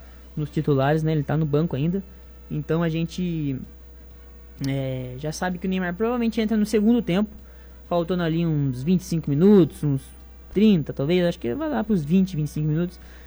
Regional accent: Brazil

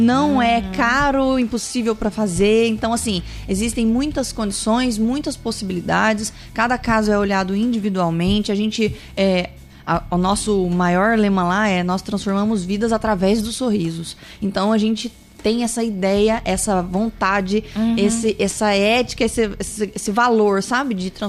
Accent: Minas Gerais, Brazil; now in Itapetininga, Brazil; a gente é mineiro, evidentemente.

